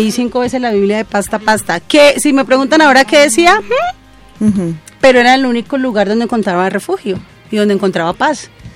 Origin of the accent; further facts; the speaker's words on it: Puerto Leguízamo, Putumayo, Colombia; accent: mix of Barranquilla and Leguízamo; also born or lived in Barranquilla; now in Bogotá, Colombia; tengo ahí un revuelto entre barranquillero y leguizameño, pero yo soy oriunda de Puerto Leguízamo, Putumayo.